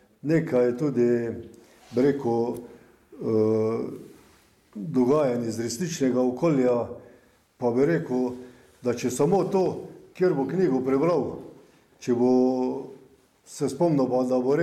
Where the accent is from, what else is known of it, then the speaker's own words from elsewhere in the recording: Ljubljana, Central Slovenia, Slovenia; Samo kot Ljubljančani se bomo tudi spomnili